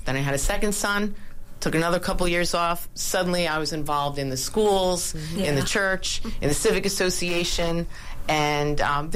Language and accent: English; Massapequa, New York, United States; moved away as an adult; now in Manhasset, United States; I grew up in Massapequa